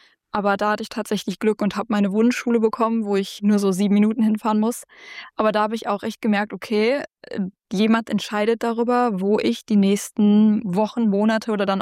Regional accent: North Rhine-Westphalia, Germany; ich bin hier im Ländlichen, wo ich aufgewachsen bin auch. Und jetzt ist es aber so, okay, vielleicht komme ich auch einfach ans andere Ende von Nordrhein-Westfalen

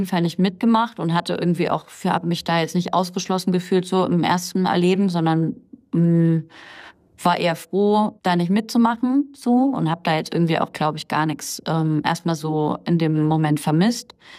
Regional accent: East Germany, Germany; also ich komme einmal aus dem Osten Deutschlands

